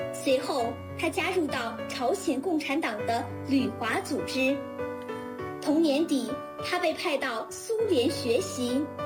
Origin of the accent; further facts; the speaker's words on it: Dazhou, Sichuan, China; 现在在我的家乡达州市宣汉县城